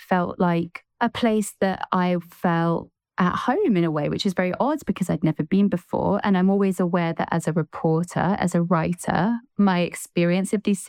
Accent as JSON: {"language": "English", "town": "Glenrothes", "region": "Scotland", "country": "United Kingdom", "tie": "born or raised there", "said": "Glenrothes, my hometown"}